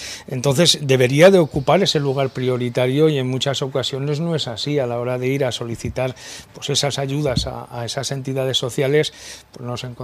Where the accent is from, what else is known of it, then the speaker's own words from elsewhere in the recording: Muniesa, Aragon, Spain; quiero mandar un saludo a mi pueblo, a Muniesa, que me dicen muchas veces que te veo en la televisión